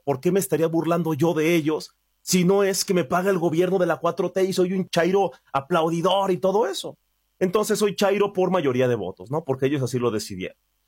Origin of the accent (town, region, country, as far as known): Mexico